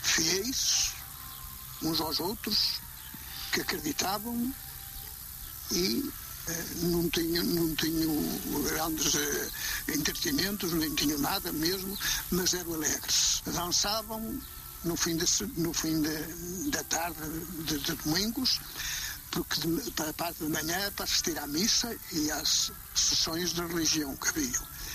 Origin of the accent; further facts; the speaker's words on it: Rio Mau, Portugal; mas sempre na minha terra, sempre no Rio Mau.